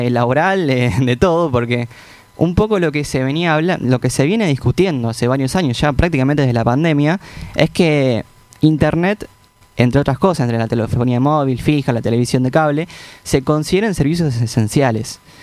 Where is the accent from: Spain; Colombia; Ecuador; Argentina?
Argentina; General Rodríguez, Buenos Aires Province; yo soy de Rodríguez, antes nos llegaban las empresas de fibra óptica y teníamos que pagar internet satelital por paquete de datos, como si fuera el celular.